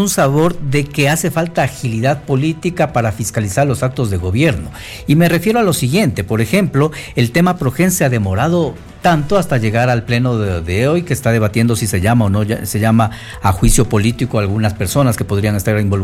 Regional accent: Ecuador

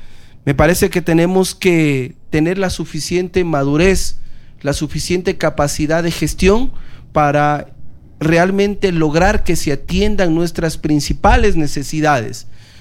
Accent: Loja, Ecuador

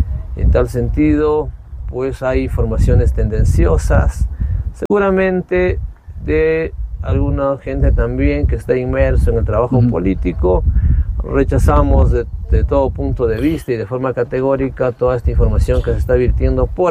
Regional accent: Cutervo, Cajamarca, Peru; nuestro Cutervo.

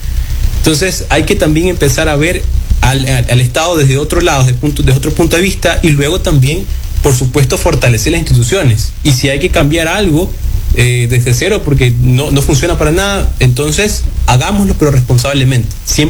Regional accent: Ecuador

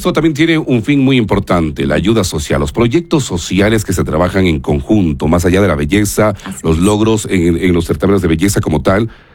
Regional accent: Ecuador; Como ecuatorianos, ¿cómo podemos apoyar para que quede en alto el nombre de Ecuador

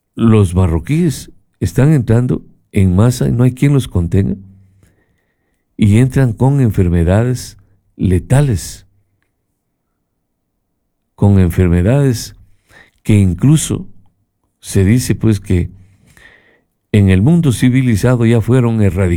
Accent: Ecuador; Nosotros los ecuatorianos

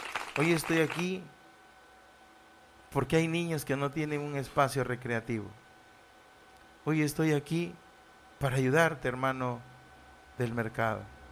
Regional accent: Tucumán, Argentina; soy tucumano.

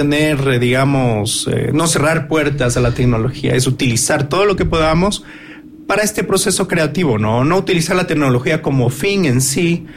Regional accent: Cuenca, Azuay, Ecuador; moved away as an adult; also born or lived in Dubai; es parte de mi país, de mi ciudad, de mi gente, de mi pueblo, de mi identidad. Entonces, retornar a Cuenca

